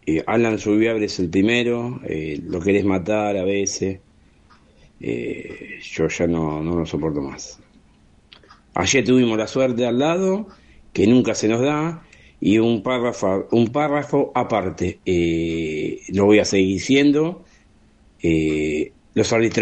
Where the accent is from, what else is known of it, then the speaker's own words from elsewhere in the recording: San Fernando, Buenos Aires Province, Argentina; de San Fernando y que tengan una buena semana.